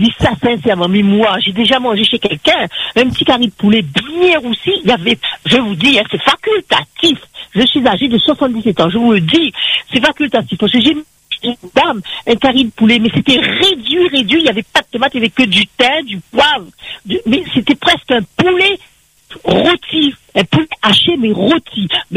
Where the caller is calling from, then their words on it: Saint-Pierre, Réunion; J'appelle de Saint-Pierre.